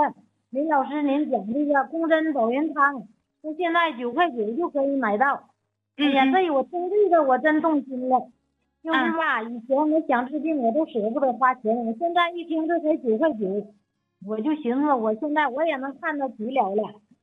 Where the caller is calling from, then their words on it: Jilin, China; 我是吉林的，我今年73。